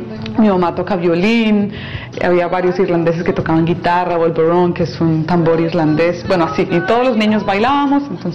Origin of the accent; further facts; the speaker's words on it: Tolima, Colombia; moved away; also born or lived in Caquetá / Popayán / Bogotá; yo crecí... crecí en Tolima, después viví un tiempo en el Caquetá, viví 5 años en Popayán, que es una ciudad pequeña hacia el sur, y luego estudié en Bogotá. Estuve los últimos 7 años de mi vida en Bogotá.